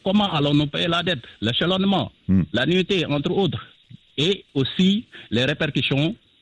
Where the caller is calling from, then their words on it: Kaolack, Senegal; Non, je vous appelle de Kaolack, mais je suis originaire de Ficel.